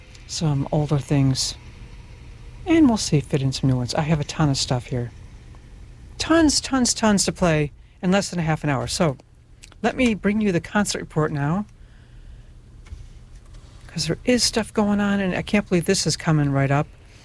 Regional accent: Michigan, United States; because I'm from Michigan.

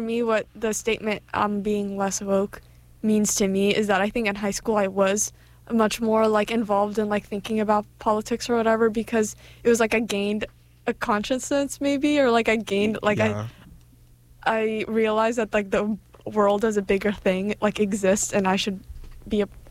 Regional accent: Ukraine; now in Boston, United States; I'm from Ukraine

